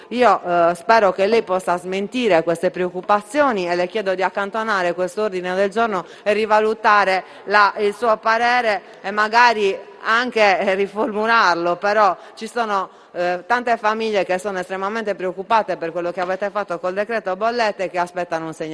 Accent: Sardinia, Italy; in Sardegna, nella mia terra

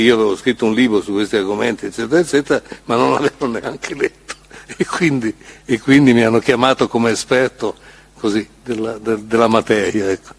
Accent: Turin, Piedmont, Italy; born there; io siccome sono piemontese, sono torinese di nascita, eccetera, e conosco quella zona abbastanza bene

